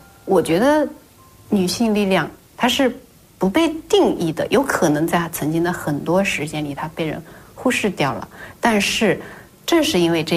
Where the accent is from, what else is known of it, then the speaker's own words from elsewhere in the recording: Shengzhou, Zhejiang, China; 因为我的家乡是嵊州，我对越剧不陌生。